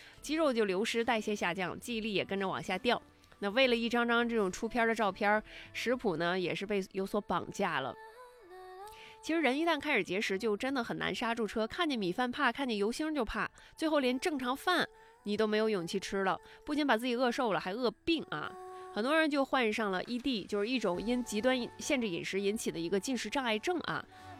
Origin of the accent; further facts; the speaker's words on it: China; 作为中国人